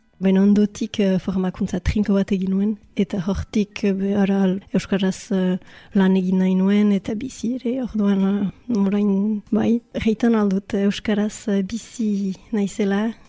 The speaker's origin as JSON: {"language": "Basque", "town": "Bayonne", "region": "Nouvelle-Aquitaine", "country": "France", "said": "Baionakoa naiz, eta bon, ez dakit importantea den, ogoita amabost urte ditut."}